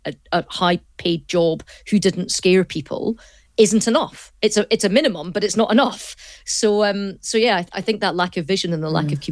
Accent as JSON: {"language": "English", "region": "Scotland", "country": "United Kingdom", "said": "we're Scottish"}